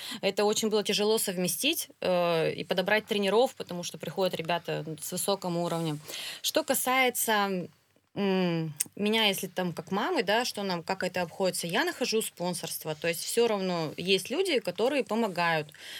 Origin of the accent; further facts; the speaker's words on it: Chelyabinsk, Chelyabinsk Oblast, Russia; now in Yekaterinburg, Russia; я сама родом с Челябинска